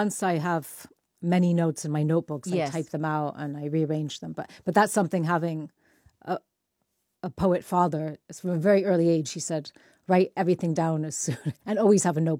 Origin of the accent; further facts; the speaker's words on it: Mexico; moved away as an adult; also born or lived in United States; now in United Kingdom; I left Mexico when I was 17, although I go back several times a year because my parents are still there and home is still there.